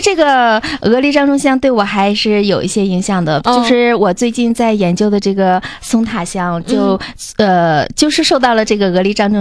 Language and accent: Chinese; Northeast China, China; 我是对我们东北的这个柏树啊，那个侧柏是比较感兴趣的。因为这个在我家乡的时候也会有这种香材